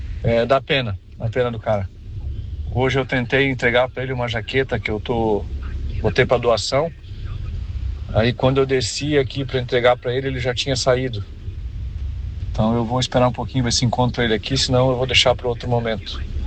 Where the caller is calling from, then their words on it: Camboriú, Santa Catarina, Brazil; falo aqui de Camboriú, mais precisamente da rua Jacarandá.